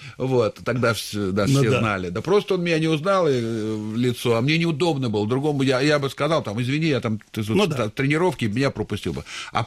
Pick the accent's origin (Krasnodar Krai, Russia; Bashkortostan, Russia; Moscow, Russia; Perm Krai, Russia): Moscow, Russia; А мы, значит, москвичи приехали, вот тогда это все-таки далековато был Дмитров